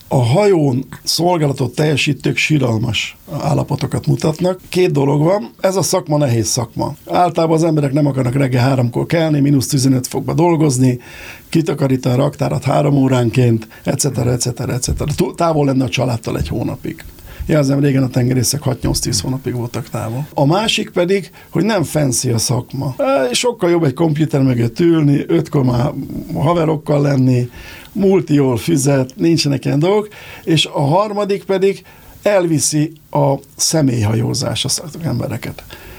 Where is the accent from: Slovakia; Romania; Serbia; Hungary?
Hungary; Mert magyar vagyok, és mert magyar vállalkozó vagyok.